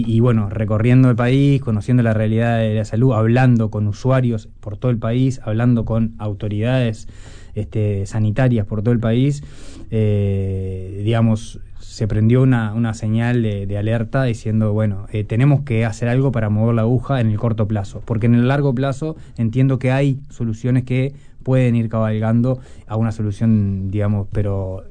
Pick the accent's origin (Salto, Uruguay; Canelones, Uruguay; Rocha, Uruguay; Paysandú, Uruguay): Salto, Uruguay; now in Costa Canaria, Uruguay; Yo soy de Salto y ahora vivo en la Costa Canaria, por lo tanto considero que vivo afuera de Montevideo.